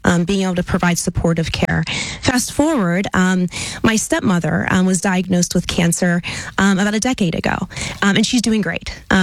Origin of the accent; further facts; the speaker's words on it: Washington, Pennsylvania, United States; I'm from the region. I'm originally from Washington, PA